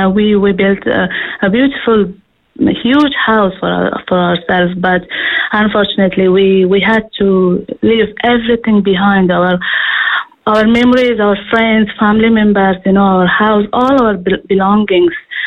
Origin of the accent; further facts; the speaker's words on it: Afghanistan; moved away as an adult; now in Ireland; I'm originally from Afghanistan.